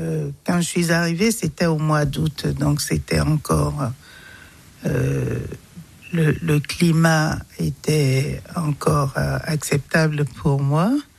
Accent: Cotonou, Littoral, Benin; moved away as an adult; also born or lived in Abidjan, Côte d'Ivoire; now in Besançon, France; Je suis originaire du Bénin, je suis née à Cotonou.

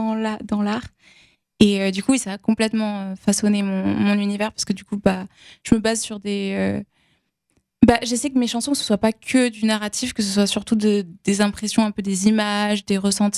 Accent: Perpignan, Occitanie, France; Je viens de Perpignan, donc une petite ville dans le sud de la France.

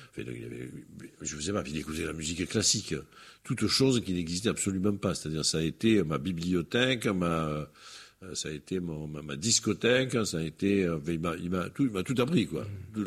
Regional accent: Marseille, Provence-Alpes-Côte d'Azur, France; Et je n'étais même pas marseillais, j'étais de l'Estac, enfin, j'étais de ce quartier-là.

